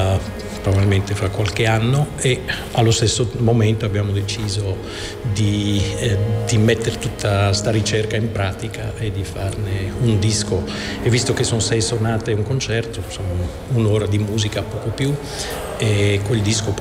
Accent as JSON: {"language": "Italian", "region": "Flanders", "country": "Belgium", "tie": "born or raised there", "said": "No, ma sono cresciuto nelle Fiandre vicino a Bruges, che è lì la città dove già nel 64 hanno cominciato un festival di musica antica, quindi da bambino i miei mi portavano a sentire questi concerti"}